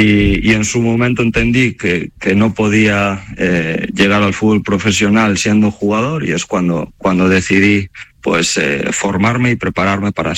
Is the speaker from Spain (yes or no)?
yes; Galicia, Spain; moved away as an adult; Cuando salí de Galicia mi idea era, voy a China, estoy allí un mes, dos meses, si me gusta, pues acabo mi contrato, si no me vengo para mi casa